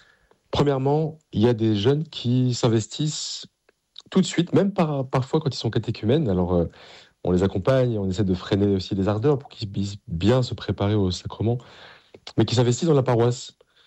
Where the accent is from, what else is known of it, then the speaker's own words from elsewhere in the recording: Paris, Île-de-France, France; avec mon curé de paroisse, tout simplement, là où j'ai grandi, la paroisse Saint-Médard, en bas de la rue Mouffetard, à Paris.